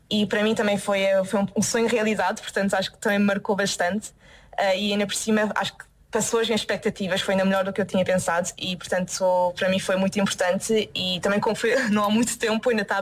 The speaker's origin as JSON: {"language": "Portuguese", "country": "Portugal", "said": "quando fui para a Alemanha, que foi a primeira vez também que saí de Portugal"}